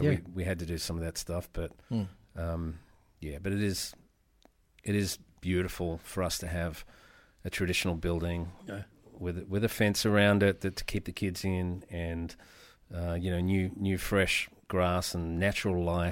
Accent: Cootamundra, New South Wales, Australia; moved away as an adult; also born or lived in United States; I grew up in Cootamundra

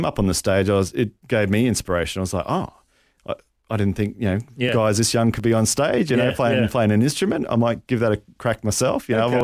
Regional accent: Rockhampton, Queensland, Australia; also born or lived in Melbourne, Australia; I grew up in Rocky.

